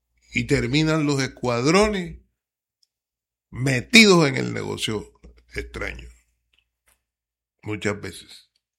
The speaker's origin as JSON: {"language": "Spanish", "country": "Colombia"}